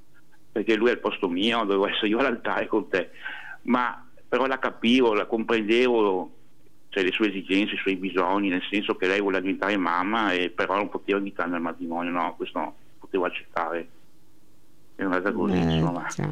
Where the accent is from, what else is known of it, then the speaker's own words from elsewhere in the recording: Venice, Veneto, Italy; also born or lived in Marghera; A Marghera dall'83 che abito a Marghera. Perché ho abitato sempre a Mestre, ho trascorso l'infanzia sempre a Mestre.